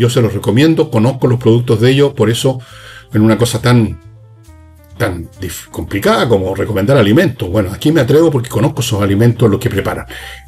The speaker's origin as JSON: {"language": "Spanish", "country": "Chile", "said": "Yo soy un chileno común y corriente que veo lo que ha sucedido en este país"}